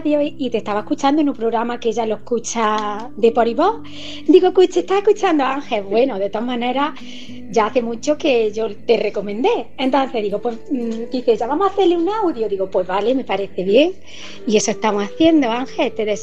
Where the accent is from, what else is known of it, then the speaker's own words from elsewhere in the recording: Santisteban del Puerto, Andalusia, Spain; moved away; hoy he venido a mi pueblo, a Santo Esteban del Puerto, porque yo soy de aquí.